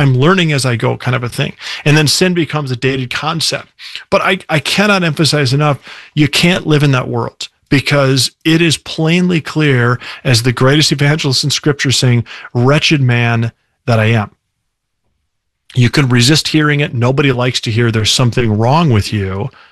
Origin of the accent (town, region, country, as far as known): Minneapolis, Minnesota, United States; born or raised there; now in Sioux Falls, United States